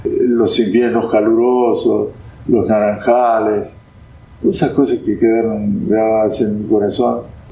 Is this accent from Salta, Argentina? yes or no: yes; Campo Santo, Salta, Argentina; moved away; Yo vengo de Camposanto, de un pueblo muy, muy, con pocas posibilidades económicas.